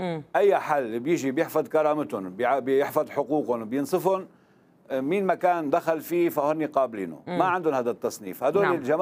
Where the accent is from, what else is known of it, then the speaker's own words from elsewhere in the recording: As-Suwayda Governorate, Syria; عندنا بالسويداء